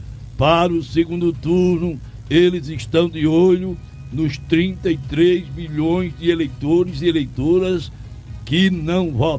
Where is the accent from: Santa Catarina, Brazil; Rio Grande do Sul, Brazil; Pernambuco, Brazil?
Pernambuco, Brazil; Caruaru; Estão dizendo que eu não sou de Caruaru? Eu sou de Caruaru, tá aqui, ó. Vem? Dizer que eu não sou de Caruaru?